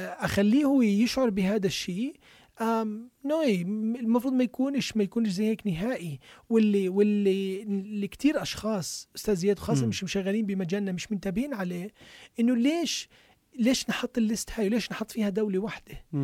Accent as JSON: {"language": "Arabic", "country": "Lebanon", "moved": "yes", "lives_now": "Australia", "said": "فلما أنا أجي من لبنان"}